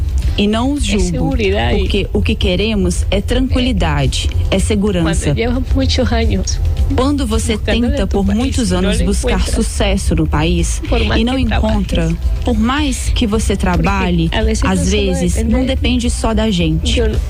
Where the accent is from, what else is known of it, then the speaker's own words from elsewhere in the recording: Venezuela; Não me vejo vivendo em outro país. Eu amo meu país. Eu amo a minha terrinha. Eu não deixo de viajar. Gosto muito de viajar.